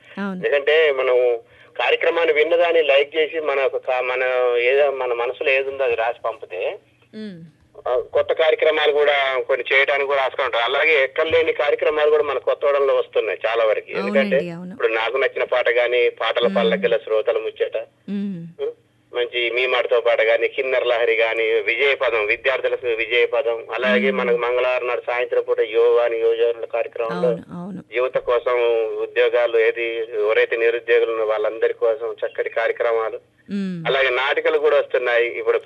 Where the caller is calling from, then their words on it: Rampuram, Telangana, India; Madam, మాది రాంపురం గ్రామం, భద్రాద్రి కొత్తగూడెం జిల్లా.